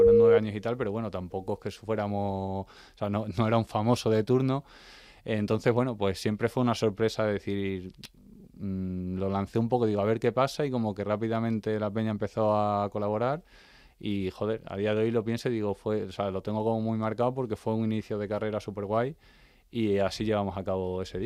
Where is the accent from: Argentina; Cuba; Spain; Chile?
Spain; Plasencia, Extremadura; moved away as an adult; now in Madrid, Spain; yo vengo de Plasencia, no Palencia, que se confunde.